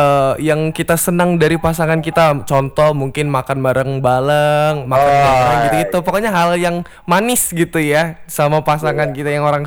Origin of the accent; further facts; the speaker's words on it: Medan, North Sumatra, Indonesia; moved away; daerah aku di Medan